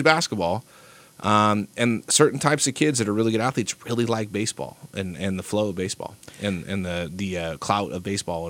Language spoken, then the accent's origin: English; United States; I grew up around soccer. I grew up in America.